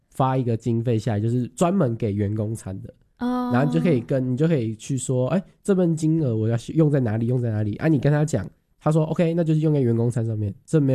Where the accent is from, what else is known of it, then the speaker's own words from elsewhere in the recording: southern Taiwan, Taiwan; now in Northern Taiwan; 我从南部，因为我是南部人，然后我来北部